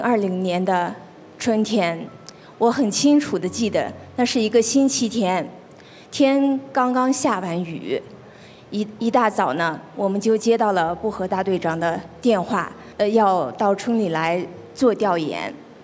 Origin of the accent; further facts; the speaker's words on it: Bayannur, Inner Mongolia, China; 我是来自巴彦淖尔市凌河区新华镇哈达纳尔村的一名村干部，